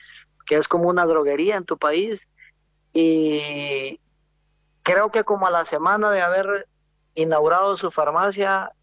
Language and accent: Spanish; Honduras